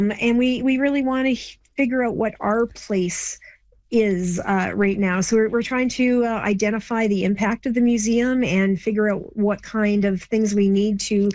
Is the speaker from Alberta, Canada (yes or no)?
yes; Torrington, Alberta, Canada; So I grew up in Torrington, and it was vastly different than what it is now.